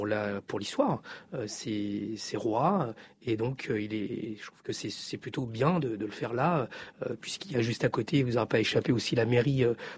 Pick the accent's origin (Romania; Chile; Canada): Chile; now in France; Je viens du Chili. Je suis fils d'exilé politique. Je suis en France parce que l'extrême droite a pris le pouvoir de la pire des manières.